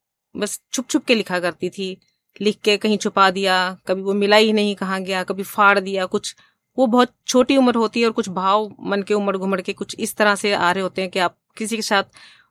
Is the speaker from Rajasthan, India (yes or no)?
no; Chandigarh, India; मेरा जन्म चंडीगढ़ में ही हुआ और चंडीगढ़ में ही शिक्षा दीक्षा हुई। बहुत ही खूबसूरत माहौल हुआ करता था चंडीगढ़ का उन दिनों, आज तो बहुत ज़्यादा रश हो गया। उन दिनों बहुत शांत सड़कें हुआ करती थी, झील का किनारा हुआ करता था शांत।